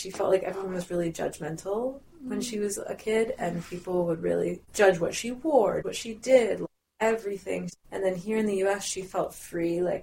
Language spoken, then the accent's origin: English; United States; born there; accent: slightly French (in childhood)